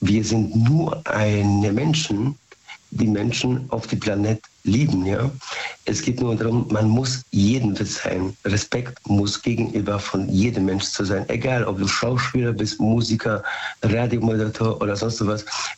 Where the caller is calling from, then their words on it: Bad Godesberg, North Rhine-Westphalia, Germany; Aus Bad Godesberg. Haben wir schon gesprochen.